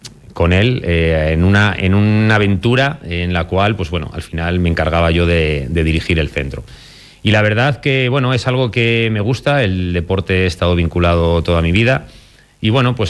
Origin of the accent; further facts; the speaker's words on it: Salamanca, Castile and León, Spain; jugar en el equipo de mi tierra, en el primer equipo de mi tierra